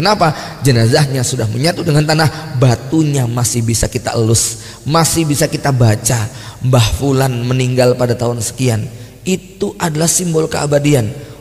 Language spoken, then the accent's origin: Indonesian; Jakarta, Indonesia; Bahkan di kampung saya di Serdang Jakarta itu ada kegiatan namanya KKW, kerukunan dan kematian warga.